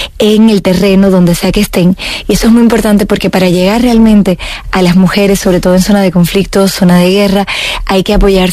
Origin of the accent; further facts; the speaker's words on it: Caribbean, Dominican Republic; also born or lived in Madrid; La verdad es que soy franco-dominicana. Y de hecho crecí en el Caribe. Mi mamá es dominicana y viví en Madrid hasta hace poco, y me siento muy española. De hecho, no española, me siento muy madrileña en todo caso.